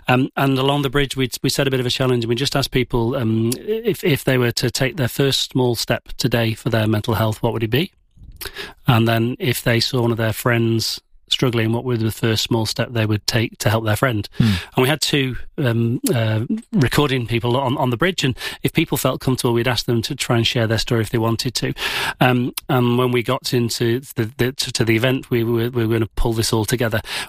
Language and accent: English; England, United Kingdom; And as an Englishman, not that successful.